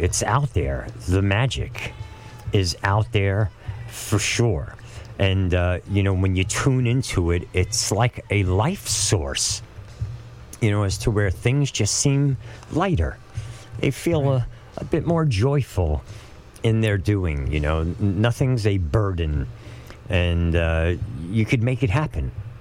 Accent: New York City, New York, United States; I know growing up in New York City, there were over 30 humans in my age range

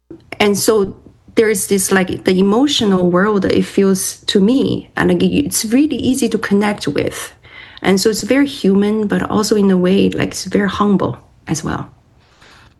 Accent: China; moved away; as I grew up in China

